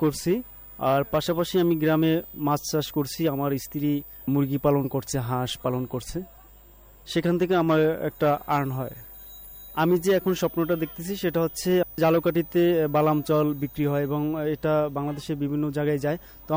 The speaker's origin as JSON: {"language": "Bangla", "area": "Jhalokati District", "region": "Barisal Division", "country": "Bangladesh", "tie": "born or raised there", "also_born_or_lived": "Dhaka", "said": "ঝালকাঠির জেলা নলছিটি উপজেলার চোদ্দবুড়িয়া গ্রাম।"}